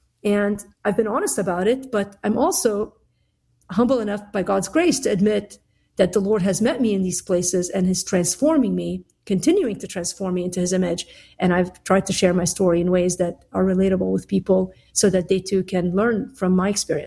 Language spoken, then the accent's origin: English; Lebanon; now in United States; I'm Lebanese. I grew up in Lebanon.